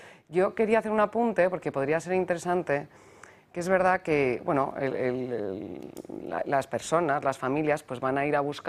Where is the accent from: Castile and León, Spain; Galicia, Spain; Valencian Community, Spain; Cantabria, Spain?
Valencian Community, Spain; me duele especialmente como valenciana la naranja